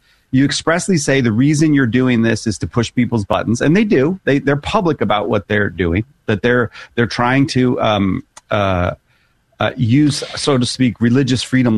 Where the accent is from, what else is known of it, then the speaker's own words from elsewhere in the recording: United States; as an American